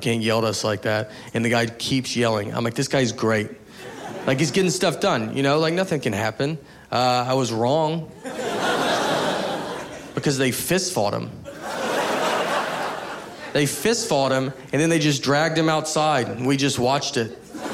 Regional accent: the South, United States; Growing up in the South, no one honks ever.

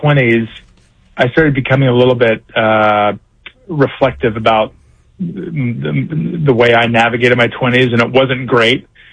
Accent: Columbus, Ohio, United States; moved away as an adult; also born or lived in Washington, D.C.; now in California, United States; I'm originally from Columbus, Ohio.

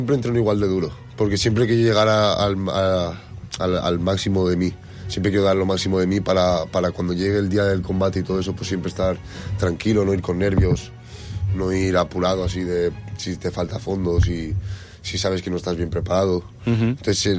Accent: Ondara, Valencian Community, Spain; Yo soy de Ondara, vengo de un pueblecito pequeño de ahí, al lado de Denia, y por

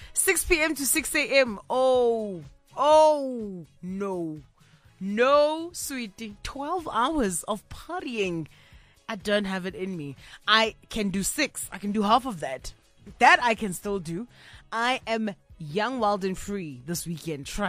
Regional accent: Kimberley, Northern Cape, South Africa; in my hometown of Kimberley

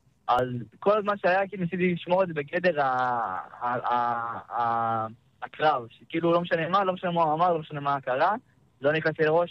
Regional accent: Shiloh, West Bank, Palestine; המשפחה, גדלנו ביישוב שילה, בשומרון. אני ועוד שתי אחים.

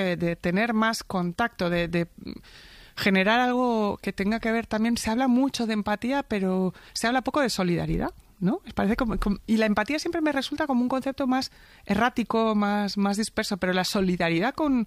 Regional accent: Buenos Aires, Argentina; born there; Yo no soy una migrante de segunda generación, porque yo, por más que nací en Buenos Aires

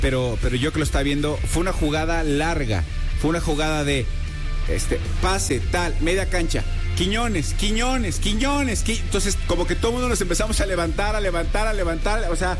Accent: Mexico; somos muchísimos mexicanos a nivel mundial

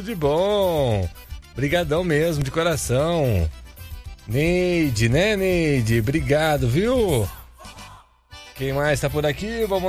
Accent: Araras, São Paulo, Brazil; cidade vizinha da minha terra natal de Araras.

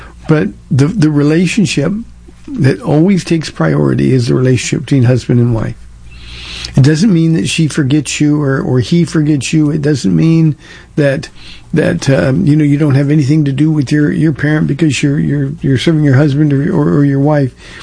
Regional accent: California, United States; now in Texas, United States; You know, we came from California to Texas and left everybody that we ever knew behind.

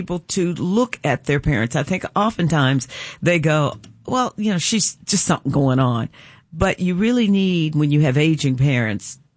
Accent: Louisville, Kentucky, United States; I grew up in Smoketown in Louisville, Kentucky.

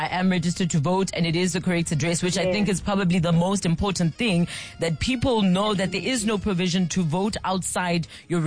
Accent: South Africa; I remember when voting was a big part of being South African.

